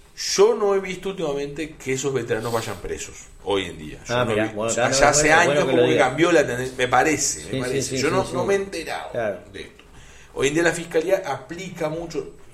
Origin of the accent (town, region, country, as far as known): Uruguay